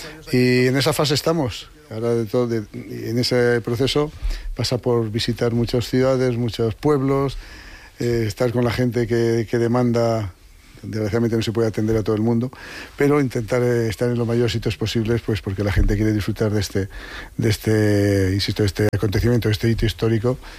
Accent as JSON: {"language": "Spanish", "town": "Haro", "region": "La Rioja", "country": "Spain", "said": "soy riojano, de Haro"}